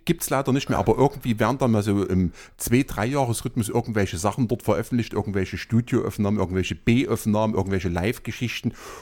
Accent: Saxony-Anhalt, Germany; accent: Saxon; Ich komme ja aus Sachsen-Anhalt.

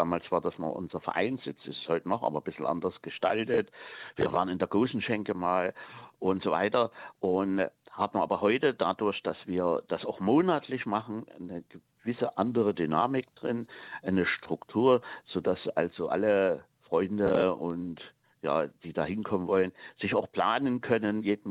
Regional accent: Saxony, Germany; accent: Saxon dialect

